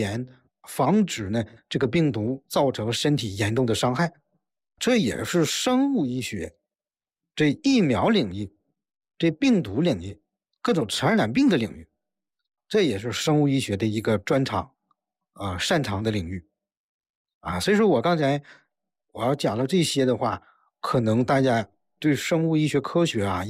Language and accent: Chinese; China; 我们中国人